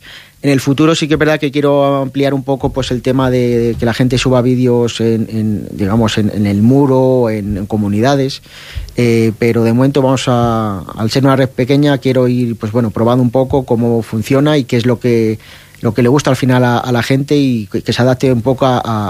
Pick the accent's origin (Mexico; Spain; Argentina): Spain; Salamanca, Castile and León; moved away as an adult; now in Ávila, Spain; yo soy de Salamanca y llevo aquí 4 o 5 años viviendo en Ávila